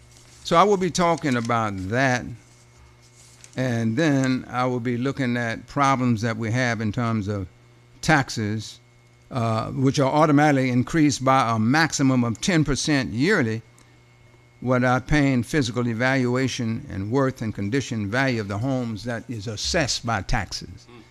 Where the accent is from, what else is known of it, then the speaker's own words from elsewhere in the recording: Port Arthur, Texas, United States; moved away as an adult; as I came back to Port Arthur, which I, after all that experience, I wanted to come back to my hometown and give a little bit back